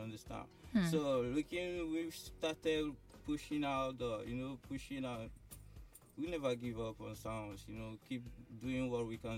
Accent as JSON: {"language": "English", "region": "Imo", "country": "Nigeria", "said": "I'm from Imo State. So I'm from Imo State, Idato local government."}